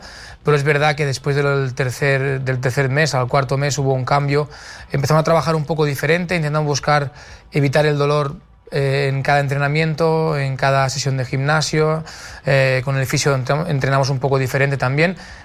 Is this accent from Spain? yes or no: yes; Piera, Catalonia, Spain; lo que hicimos junto a Repsol en Piera, en mi pueblo